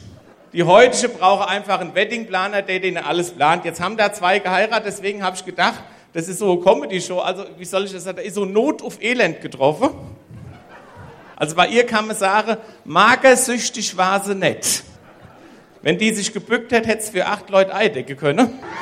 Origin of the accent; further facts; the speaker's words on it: Hesse, Germany; Wir haben ja noch Hausgeburte bei uns in Oberhessen. Ich komme jetzt wirklich auch aus Oberhessen.